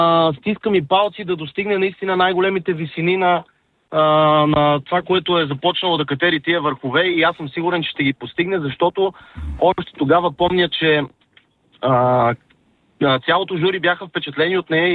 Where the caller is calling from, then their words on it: Sofia, Sofia City, Bulgaria; от София.